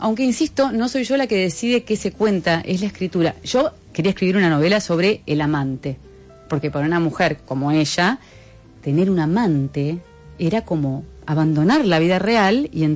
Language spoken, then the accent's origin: Spanish; Argentina; moved away as an adult; also born or lived in France; yo tan argentina, tan ingenua, tan católica